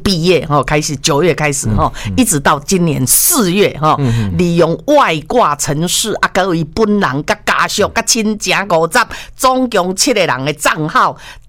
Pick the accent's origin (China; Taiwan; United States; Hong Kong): Taiwan